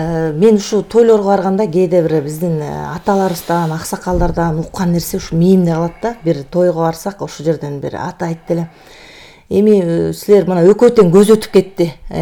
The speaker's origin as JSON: {"language": "Kyrgyz", "region": "Talas Region", "country": "Kyrgyzstan", "said": "Экөөбүз Таластанбыз, бир жерденбиз."}